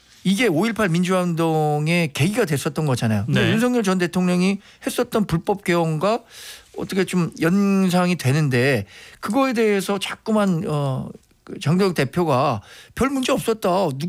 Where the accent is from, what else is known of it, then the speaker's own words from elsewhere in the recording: Gyeonggi Province, South Korea; 저는 이제 경기도 출신이니까 어려서부터 왜 이렇게 지역 정치가 공고화될 수밖에 없나 이런 고민을 많이 했는데